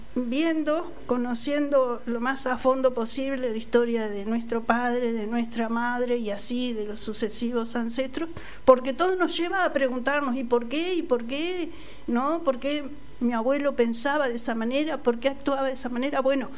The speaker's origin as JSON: {"language": "Spanish", "town": "Juan Lacaze", "region": "Colonia", "country": "Uruguay", "tie": "born there", "said": "Nací en Juan Lacase."}